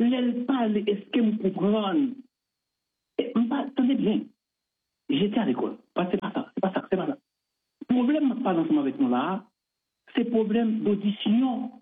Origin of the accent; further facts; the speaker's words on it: Haiti; pas français, moi, je suis un haïtien, comme vous-même.